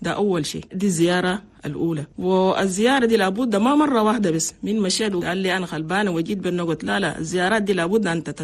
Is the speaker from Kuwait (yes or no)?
no; Chad; لأن نحن عندنا في تشاد نسبة موت عن الأمهات اللي بموتوا فيه والودة كتير مرة واحد